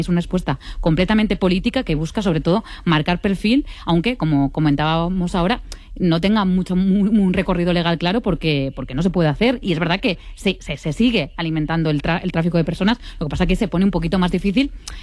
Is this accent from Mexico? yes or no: no; Castellón, Valencian Community, Spain; Yo soy de Castellón y además acabamos de sufrir un terrible incendio en la Sierra de Espadà, que también está entre Castellón y Valencia.